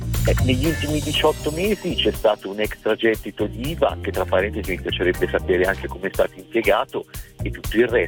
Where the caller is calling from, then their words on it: Città di Castello, Umbria, Italy; Chiamo da Città di Castello, sono in viaggio per andare al lavoro